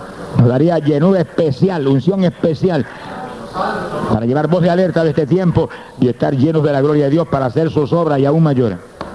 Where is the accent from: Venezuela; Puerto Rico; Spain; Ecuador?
Puerto Rico; Tienen que llevar una voz de alerta a mi pueblo porque mi iglesia duerme en Puerto Rico.